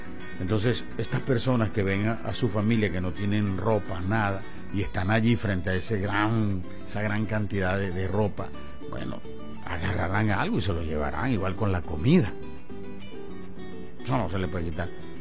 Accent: Venezuela; así somos los venezolanos

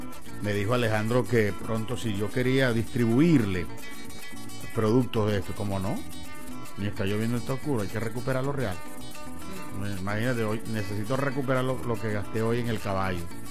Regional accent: Venezuela; Porque somos venezolanos, lo llevamos en la sangre.

